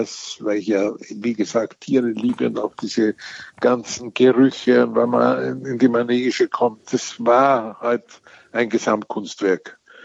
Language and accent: German; Wilhelmsburg, Lower Austria, Austria; kam ein Wanderzirkus nach Wilhelmsburg, wo ich aufgewachsen bin, weil dem eine Stadt ausgefallen ist. Wilhelmsburg war eigentlich zu klein für halbwegs normale Zirkusse.